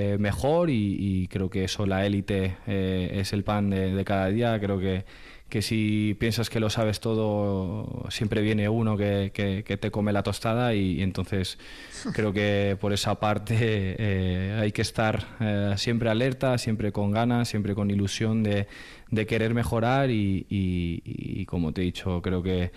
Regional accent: Jávea, Valencian Community, Spain; moved away as an adult; now in Vitoria-Gasteiz, Spain; Bueno, al final Javea es mi pueblo de toda la vida, ¿qué voy a decir? Que pueda mejorar de esas palabras de un nativo de allí

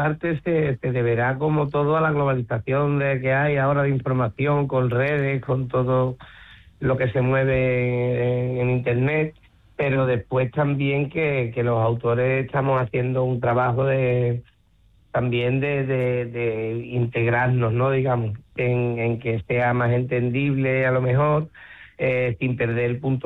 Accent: Seville, Andalusia, Spain; nosotros somos de Sevilla

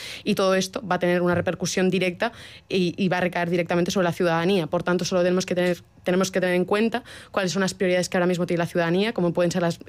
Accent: San Sebastián, Basque Country, Spain; Pues mirad, yo soy donostiarra y cada vez que escucho la posibilidad de que el Mundial venga a Donosti me echo a temblar

